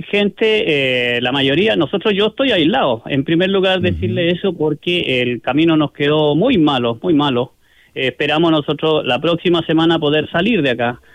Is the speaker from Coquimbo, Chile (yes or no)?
yes; Illapel, Coquimbo, Chile; yo soy de Illapel